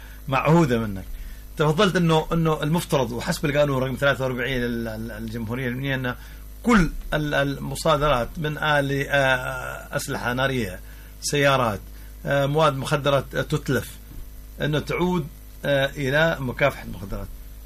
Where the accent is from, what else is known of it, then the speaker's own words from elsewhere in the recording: Mukalla, Hadhramaut, Yemen; معلش يا عميد عبد الله، أنا ابن المكلا وأغلب من في المكافحة وما فيهم أنت